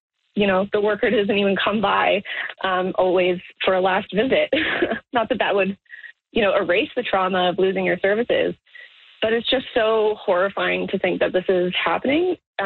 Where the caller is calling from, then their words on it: Toronto, Ontario, Canada; I'm calling in from Toronto on behalf of Never Too Late, which is an organization I work at.